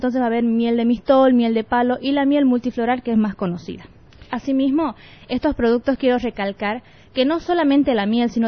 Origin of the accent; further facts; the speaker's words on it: Caraparí, Tarija, Bolivia; Yo vengo de Tarija, Carapari. Asimismo, pertenezco a la federación, que es la FRAG, del Gran Chaco, donde estamos Carapari, Yacuiba y Villamontes.